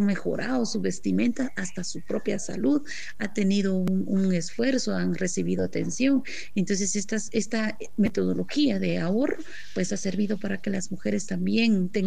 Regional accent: Guatemala; para que nosotros como pueblos indígenas, para que nosotros como guatemaltecos no podamos avanzar

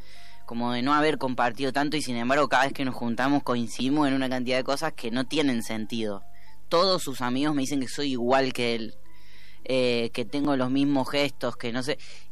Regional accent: Laguna Larga, Córdoba, Argentina; Yo soy un pueblo de Córdoba que se llama Laguna Larga.

